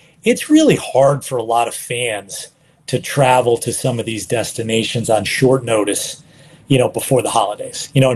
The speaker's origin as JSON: {"language": "English", "region": "Northeast", "country": "United States", "tie": "born or raised there", "said": "growing up in the Northeast"}